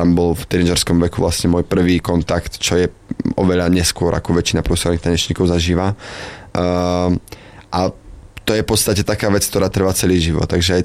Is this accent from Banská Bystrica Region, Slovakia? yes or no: no; Námestovo, Žilina Region, Slovakia; Keď som vyrastal na Námestove